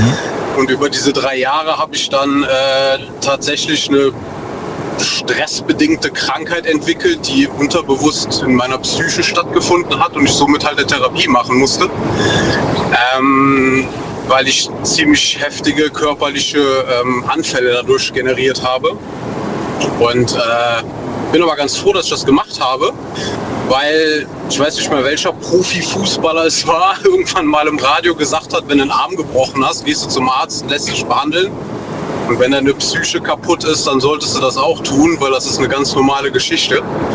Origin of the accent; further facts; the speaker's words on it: North Rhine-Westphalia, Germany; Aus der Eifel, NRW.